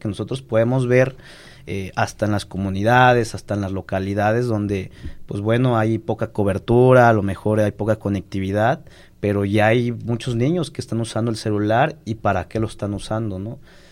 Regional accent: Mexico; esto hace o fortalece nuestras raíces como mexicanos, este patriotismo, este nacionalismo

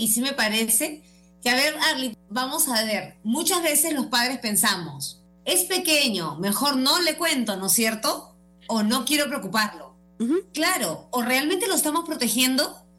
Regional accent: Peru; now in Lima, Peru; soy peruana viviendo en Lima, Perú.

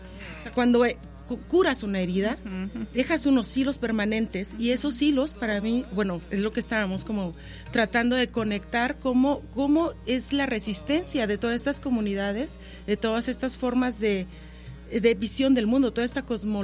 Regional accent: Mexico; nos ven como mexicanos

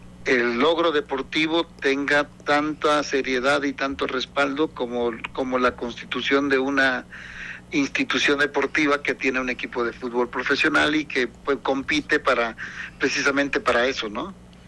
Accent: Tabasco, Mexico; y estando más ahí en mi tierra, ¿verdad?

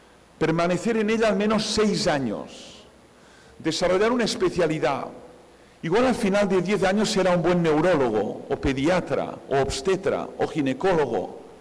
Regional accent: Barcelona, Catalonia, Spain; en Barcelona, mi ciudad natal

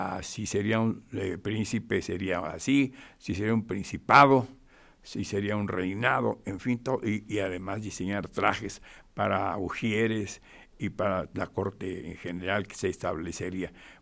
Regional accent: Guadalajara, Jalisco, Mexico; moved away; mi queridísima Guadalajara, mi tierra tapatía y mi tierra jalisciense

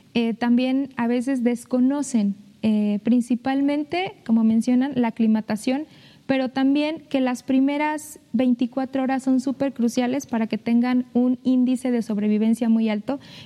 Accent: Medellín de Bravo, Veracruz, Mexico; Del municipio de Medellín.

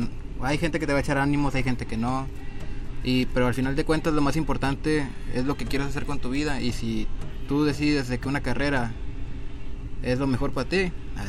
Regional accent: Palau, Coahuila, Mexico; como yo soy de Palau, en Palau pues es un pueblo chiquito

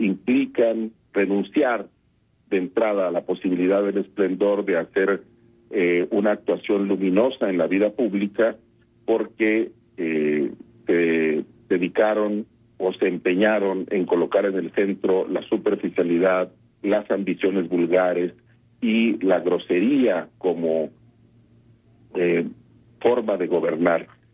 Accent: Mexico; así somos los mexicanos

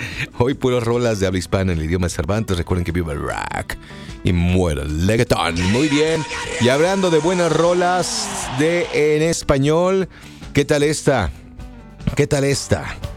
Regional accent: Mexico; Porque como somos los mexicanos, sería ya no solo el lunes, sería el miércoles.

